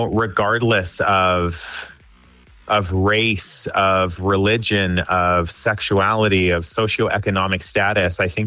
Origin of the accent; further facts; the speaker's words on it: Alberta, Canada; now in Toronto, Canada; Currently, I'm based in Toronto, but I'm actually back in my hometown in Alberta right now, visiting family.